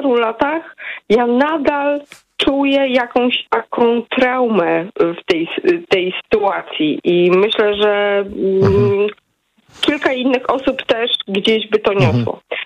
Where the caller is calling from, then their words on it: Wrocław, Lower Silesian Voivodeship, Poland; Jestem z Wrocławia.